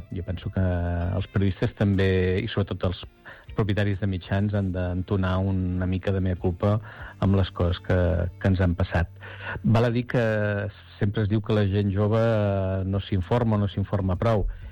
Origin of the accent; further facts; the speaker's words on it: Badalona, Catalonia, Spain; dic que sóc de Badalona i normalment em trobo que el meu interlocutor em diu ah, doncs jo conec una altra persona de Badalona que està per aquí.